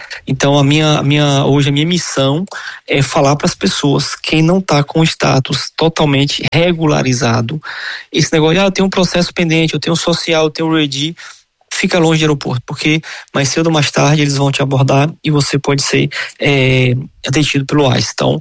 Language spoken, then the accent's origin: Portuguese; Jequié, Bahia, Brazil; No interior da Bahia, sou de Jequié